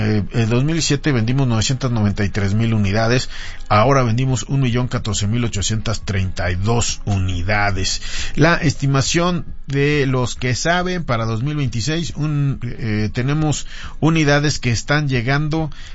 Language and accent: Spanish; Mexico; todos somos orgullosos de ser mexicanos